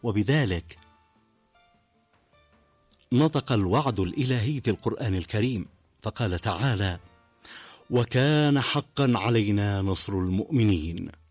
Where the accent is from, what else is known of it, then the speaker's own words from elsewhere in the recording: Yemen; نحن كشعب يمني